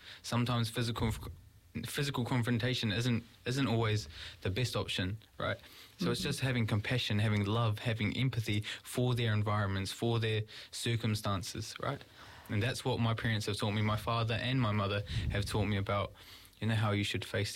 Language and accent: English; Hastings, Hawke's Bay, New Zealand; experiencing this in Hastings and Hawke's Bay